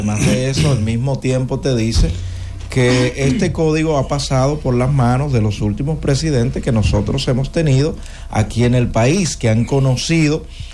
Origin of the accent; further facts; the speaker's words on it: Dominican Republic; como dominicanos, todos tenemos derecho a protestar